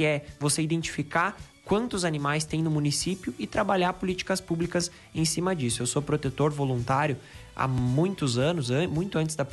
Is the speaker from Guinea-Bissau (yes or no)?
no; Chapecó, Santa Catarina, Brazil; Eu nasci e cresci em Chapecó